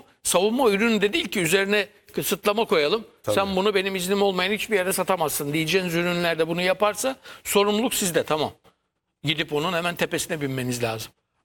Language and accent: Turkish; Rize, Turkey; moved away; Ben memlekete gidiyorum. Rize'ye.